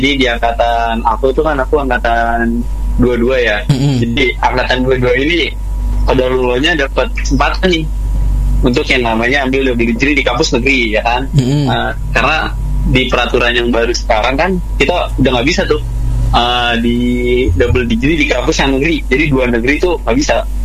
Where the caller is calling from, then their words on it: South Tangerang, Banten, Indonesia; Aku berasal dari Tangerang, khususnya Tangerang Selatan.